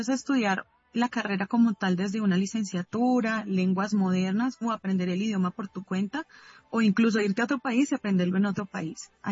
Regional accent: Colombia; hay dichos que nosotros tenemos como colombianos

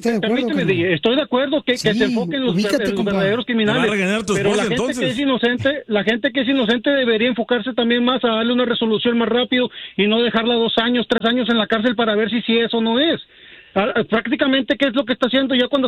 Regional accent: Mexico; yo soy mexicano, pero mi esposa es del Salvador.

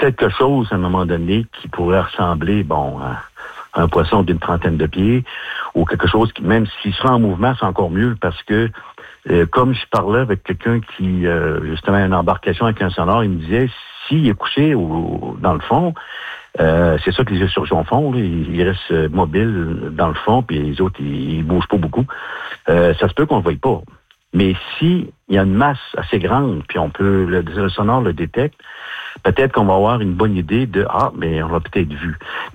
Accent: Quebec, Canada; moved away as an adult; also born or lived in Rimouski; now in Pohénégamook, Canada; moi je viens pas de Ponegamo en passant, je viens de la Côte-Nord.

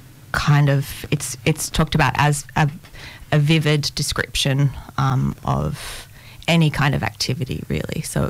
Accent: Lismore, New South Wales, Australia; moved away as an adult; now in Melbourne, Australia; No, so I grew up in Lismore on the Northern Rivers, and lived there until I was about 19 and then moved to Melbourne

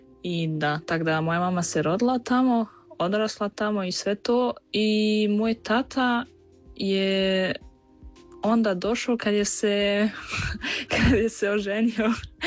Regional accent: Germany; moje djetinjstvo i odrastanje u Njemačkoj je stvarno bilo jako lijepo, s obzirom da sam stekla svoje društvo, naučila jezik, mislim tamo sam rođena

